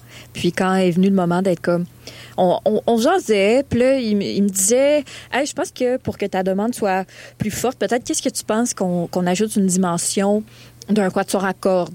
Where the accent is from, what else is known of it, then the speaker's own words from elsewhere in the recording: Montreal, Quebec, Canada; Je viens de Montréal. Mon père vient de Lévis. Moi, j'ai grandi à Montréal.